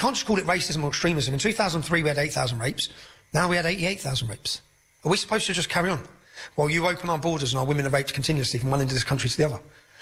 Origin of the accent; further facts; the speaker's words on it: Luton, East of England, United Kingdom; No, my hometown, Luton, was the home of Vauxhalls. It employed 30,000 people. It's gone. My dad worked there.